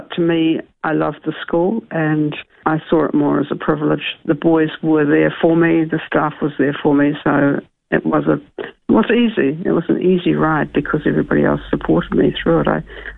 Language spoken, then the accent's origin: English; Auckland, New Zealand; born there; also born or lived in Scotland; now in Hamilton, New Zealand; We came from Scotland when I was young, and I went to a school in South Auckland and then on to Auckland University